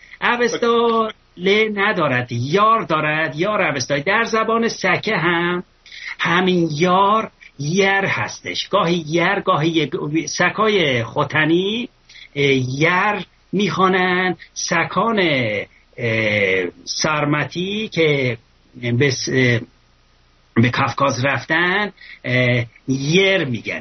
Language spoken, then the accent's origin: Persian; Ardabil Province, Iran; born there; در اردبیل، من استان اردبیل زاده شدم